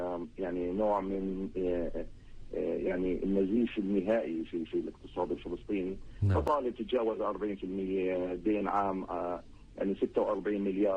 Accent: Palestine; عندنا في فلسطين

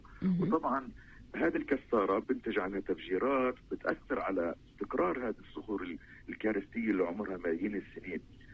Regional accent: Palestine; مش بس بخصنا كفلسطينيين،

